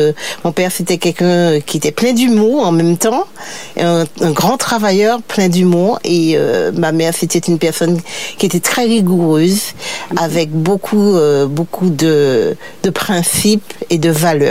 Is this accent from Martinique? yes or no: yes; Rivière-Salée, Martinique; Alors, j'ai grandi dans une famille de 9 enfants. Ma mère a quand même perdu 2 garçons très tôt. Donc, nous étions 7. On a grandi... Pour ma part, j'ai grandi à Rivière-Sal